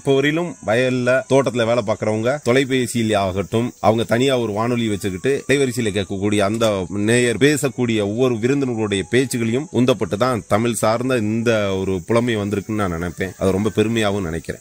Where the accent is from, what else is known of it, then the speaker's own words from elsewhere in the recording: Pethuparai, Tamil Nadu, India; எனக்கு அகவை 45, பிறந்தது முதற்கொண்டு பேத்துப்பாறை தான். அதனால நான் எங்கிருந்தும் வரல, இங்கேயே பிறந்து இங்கேயே வாழ்ந்துகிட்டு.